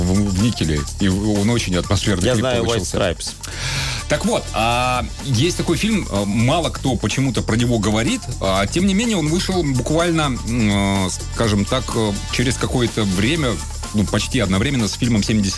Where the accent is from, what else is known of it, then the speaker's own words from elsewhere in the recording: Polyarny, Murmansk Oblast, Russia; То, что этот фильм снимался не просто в Мурманской области, а в моем Полярном, в родном городе. Ну, как родном, я все равно не там родился, но большую часть жизни я там прожил.